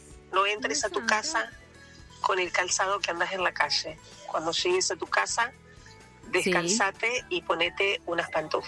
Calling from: Chivilcoy, Buenos Aires Province, Argentina; de Chivilcoy.

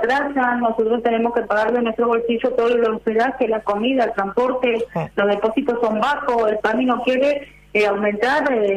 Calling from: Río Gallegos, Santa Cruz, Argentina; Nosotros venimos desde Río Gallegos

